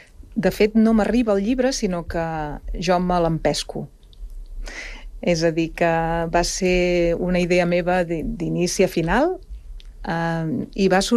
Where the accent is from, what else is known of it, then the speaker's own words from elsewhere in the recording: Barcelona, Catalonia, Spain; jo no sóc ben bé de Sant Cugat, sóc de Sants, de Barcelona, però treballo aquí a l'Escola d'Art des de fa gairebé 30 anys